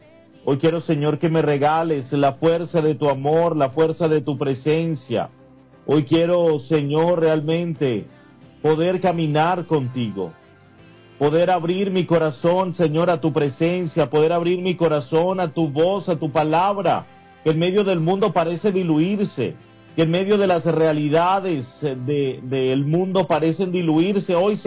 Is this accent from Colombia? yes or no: yes; Colombia